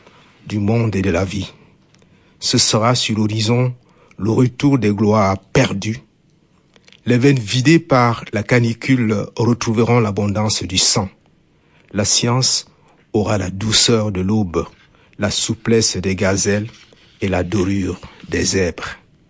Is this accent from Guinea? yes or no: no; Centre, Cameroon; first language Nugunu; French is a second language; Certains sont écrits dans ma langue natale, le Nougounou, qui est parlé dans une partie du centre du Cameroun.